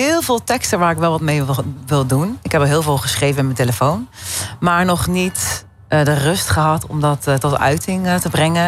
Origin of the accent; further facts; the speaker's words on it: Arnhem, Gelderland, Netherlands; ik kom uit Arnhem.